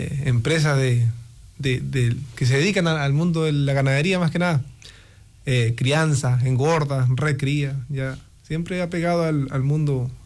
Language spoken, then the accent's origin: Spanish; Villa Mañihuales, Aysén, Chile; also born or lived in Coyhaique; Nacido en Coyhaique y criado básicamente en Mañiguales. Soy oriundo de Villa Mañiguales.